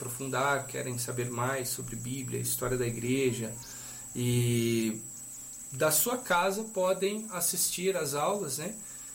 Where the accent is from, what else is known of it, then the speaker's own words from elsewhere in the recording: Cachoeira Paulista, São Paulo, Brazil; now in Pindamonhangaba, Brazil; eu cresci em Cachoeira Paulista, né? Uhum. Eu nasci em Pindamonhangaba, hoje voltei a morar lá, né? Do meio da pandemia para cá, fomos morar para Pindamonhangaba. Uhum. Cresci em Cachoeira devido à vocação dos meus pais